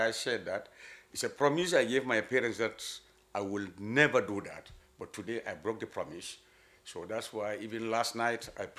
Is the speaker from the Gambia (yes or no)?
yes; North Bank, Gambia; born and raised in Badibu.